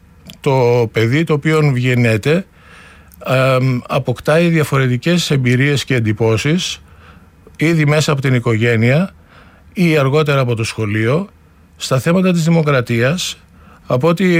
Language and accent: Greek; Greece; moved away as an adult; now in Berlin, Germany; σαν Έλληνας που έχει μεγαλώσει, έχει γεννηθεί εδώ, έχει σπουδάσει εδώ, και αργότερα όμως και από τις εμπειρίες που έχω σαν Έλληνας του εξωτερικού